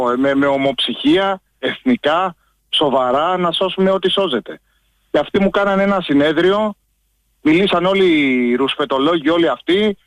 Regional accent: Eastern Macedonia and Thrace, Greece; Καταρχήν, επειδή εγώ κατάγομαι από τον Εύρο

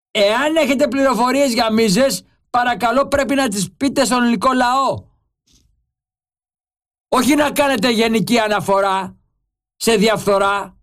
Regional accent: Greece; Εγώ πληρώνω σαν Έλληνας φορολογούμενος

